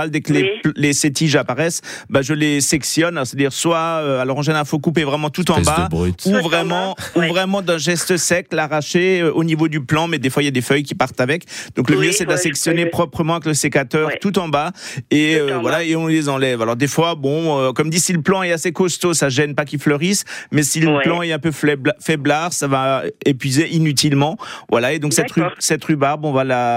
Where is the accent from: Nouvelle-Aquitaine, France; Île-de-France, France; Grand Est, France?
Grand Est, France; chez nous, en Alsace